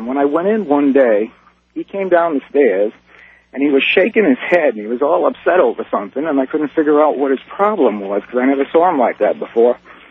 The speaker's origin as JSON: {"language": "English", "region": "New England", "country": "United States", "said": "I'm from New England originally. I'm out in an old ranch out here, and there's no phone lines or anything."}